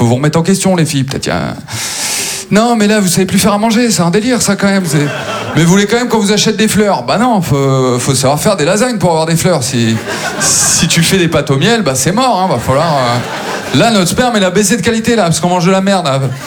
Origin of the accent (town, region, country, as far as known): Maubeuge, Hauts-de-France, France; born or raised there